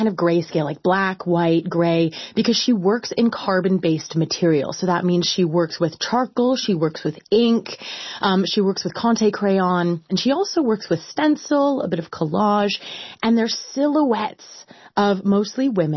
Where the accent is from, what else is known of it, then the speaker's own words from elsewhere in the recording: Seattle, Washington, United States; I'm from Seattle. I was visiting family